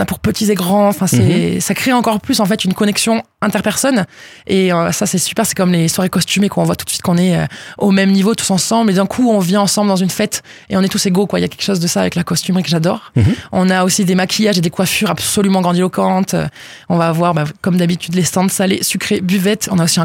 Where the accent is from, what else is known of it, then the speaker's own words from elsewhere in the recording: Salles-sur-Garonne, Occitanie, France; moi je suis toulousaine, mais j'ai grandi à Salles-sur-Garonne